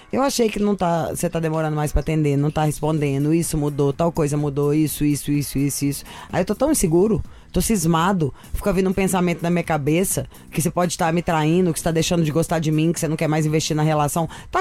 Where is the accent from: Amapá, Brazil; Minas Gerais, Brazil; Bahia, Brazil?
Minas Gerais, Brazil; Eu sou mineira.